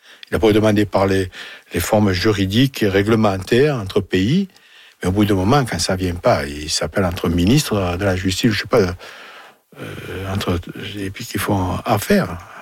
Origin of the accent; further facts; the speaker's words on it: Marseille, Provence-Alpes-Côte d'Azur, France; accent: Marseille; Je suis d'importation, avec mon accent, justement, de Marseille, bien sûr